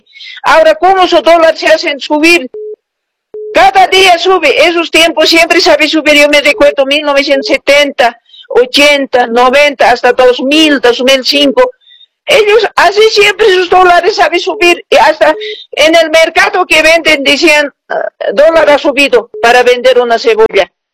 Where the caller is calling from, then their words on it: Bolivia; Nosotros, los bolivianos, los originarios